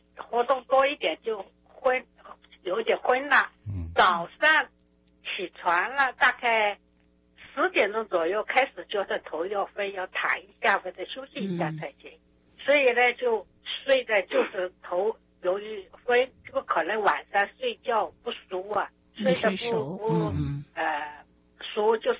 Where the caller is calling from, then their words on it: Vancouver, British Columbia, Canada; Chinese is a second language; 我的国语讲的不是这么好。